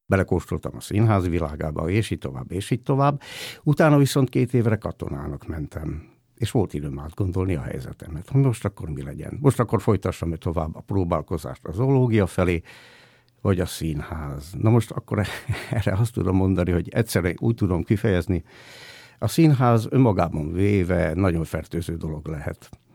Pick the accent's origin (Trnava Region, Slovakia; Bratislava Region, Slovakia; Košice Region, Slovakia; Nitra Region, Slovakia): Košice Region, Slovakia; Rožňava; moved away; szülővárosomban, Rozsnyón